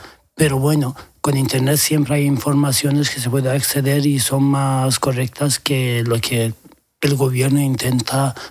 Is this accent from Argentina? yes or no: no; Iran; A ver, ser homosexual en mi país no es algo que se habla ni en la educación, ni en el sistema, ni políticamente, sino está reconocido como algo malo en la sociedad